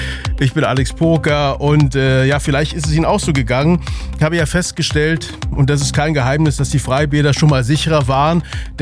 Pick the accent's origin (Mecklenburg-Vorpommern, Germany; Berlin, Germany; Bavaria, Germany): Berlin, Germany; born there; Ich selber wohne ja als geborener Berliner natürlich immer noch in Berlin.